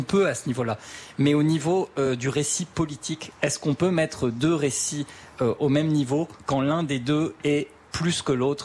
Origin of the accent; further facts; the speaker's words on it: Lebanon; nous, en tant que Libanais